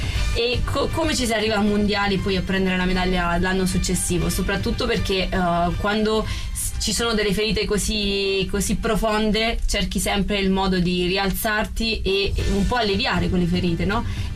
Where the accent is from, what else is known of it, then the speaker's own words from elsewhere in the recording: Mottola, Apulia, Italy; Mottola, provincia di Taranto.